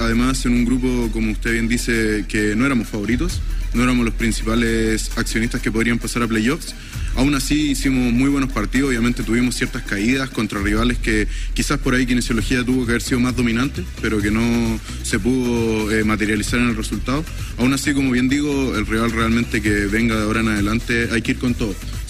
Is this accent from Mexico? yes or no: no; Angol, Araucanía, Chile; moved away as an adult; Yo vengo desde Angol estudiando acá kinesiología, ya llevo 5 años estudiando.